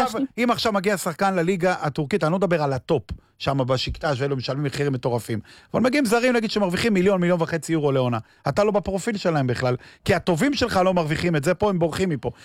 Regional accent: Kiryat Yam, Haifa District, Israel; אני גדלתי בקירת ים, להורים לא עשירים, ואבא שלי ידו לא הייתה מסגת בשביל לתת לי מנוי יקר

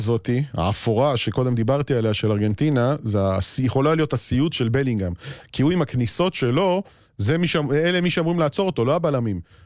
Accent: Nof HaGalil, Northern District, Israel; נולדתי בישראל, אני מנוף הגליל במקור, נצרת אלית

